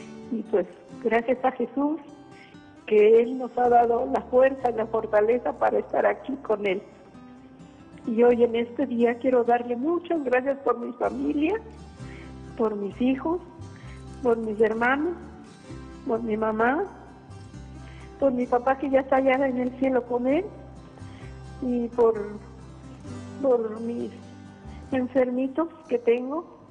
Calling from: Querétaro, Mexico; De Querétaro

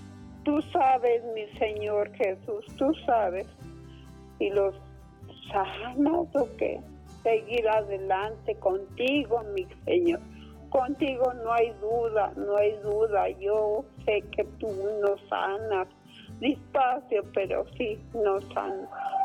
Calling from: Mexico; De aquí de México.

